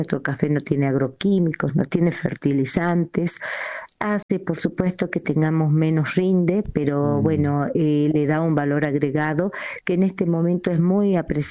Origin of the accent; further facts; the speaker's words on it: Salta, Argentina; accent: norteña; also born or lived in Jujuy; en realidad yo nací en Jujuy y crecí en el ramal salteño.